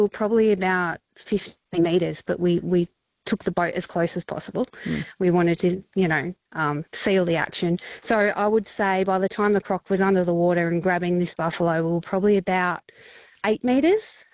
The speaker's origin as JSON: {"language": "English", "region": "Victoria", "country": "Australia", "tie": "born or raised there"}